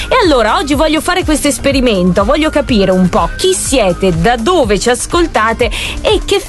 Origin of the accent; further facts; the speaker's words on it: Farra di Soligo, Veneto, Italy; nel mio caso, vi ascolto da Farra di Soligo e nel mio paese c'è la sagra.